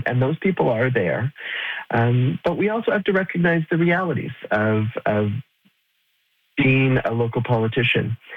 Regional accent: Goderich, Ontario, Canada; now in Ottawa, Canada; Certainly my experience coming from Goderich, I now live in Ottawa, right? I didn't make my career and my life in my hometown.

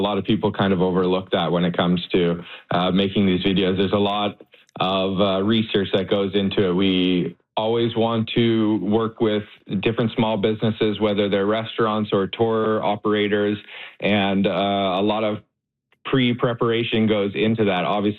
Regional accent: New Brunswick, Canada; So I'm from New Brunswick.

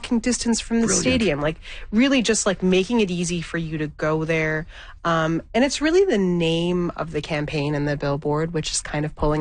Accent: Canada; Like, I as a Canadian, I fear I must cheer for the remaining Canadian team in the playoffs.

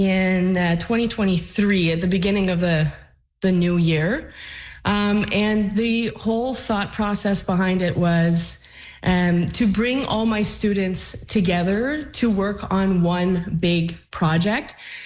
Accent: Chapleau, Ontario, Canada; So I grew up in Shaplow. I am from a musical family

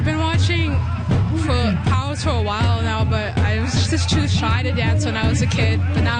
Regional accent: Whitefish Bay First Nation, Ontario, Canada; I'm from Whitefish Bay First Nation.

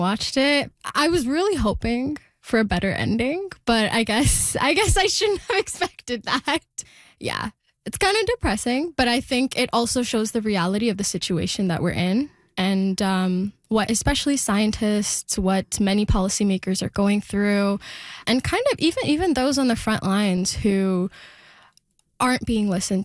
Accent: India; first language Telugu; English is a second language; I watch Telugu movies, which is my native language.

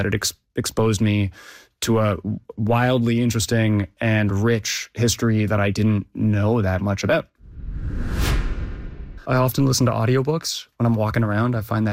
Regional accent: Canada; One of the things I really liked about it as a Canadian was it spends a lot of time talking about indigenous cultures here

